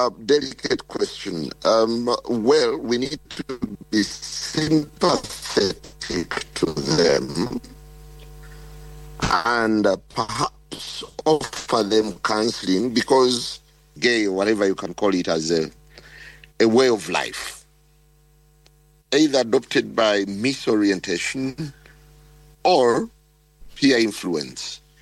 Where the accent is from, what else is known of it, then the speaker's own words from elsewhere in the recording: Uganda; I am from Uganda.